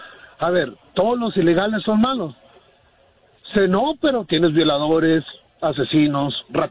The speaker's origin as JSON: {"language": "Spanish", "country": "United States", "said": "nosotros como yo estadounidense, de descendencia hispana"}